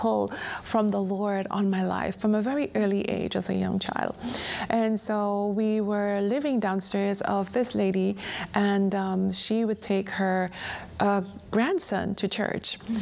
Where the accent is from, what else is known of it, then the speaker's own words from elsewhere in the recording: Trinidad & Tobago; born there; Well, I was born in Trinidad and Tobago, Trinidad to be exact, because, you know, it's a twin island state.